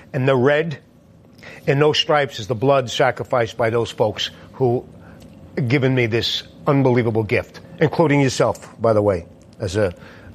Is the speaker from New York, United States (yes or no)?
yes; Staten Island, New York, United States; And back in the 90s, I came from Staten Island, which, you know, we get a bad rap for being knuckle dragon ogres.